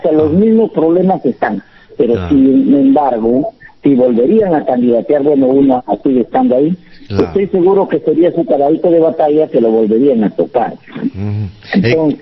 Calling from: Cajaruro, Amazonas, Peru; yo soy, en realidad, soy un cajarurino, ¿no? Porque todas mis tierras están en Cajaruro, vivo en Baguagrande.

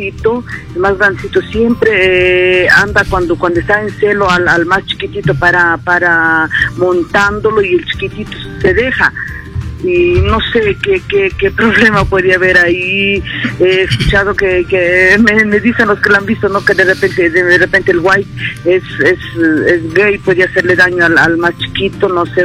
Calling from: Cajamarca, Peru; Soy de Cajamarca

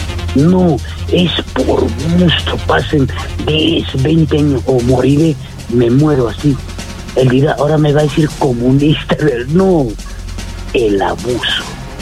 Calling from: Peru

